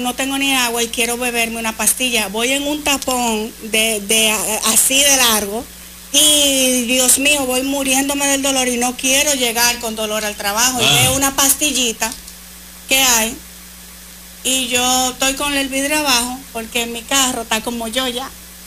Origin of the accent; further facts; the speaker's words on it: Puñal, Santiago, Dominican Republic; Yo soy de Santiago, del Puñal